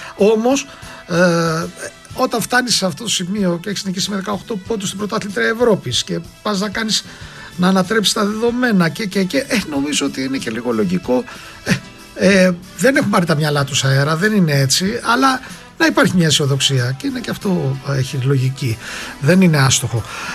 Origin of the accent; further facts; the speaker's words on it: Alexandroupoli, East Macedonia and Thrace, Greece; από Αλεξανδρούπολης.